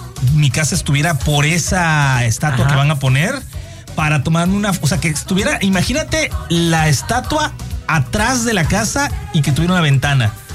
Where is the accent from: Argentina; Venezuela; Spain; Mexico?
Mexico; Veracruz; Yo, o sea, soy jarocha.